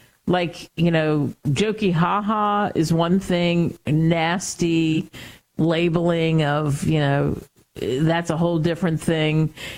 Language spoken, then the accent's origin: English; New Jersey, United States; also born or lived in California; When I grew up outside of Philly, really in South Jersey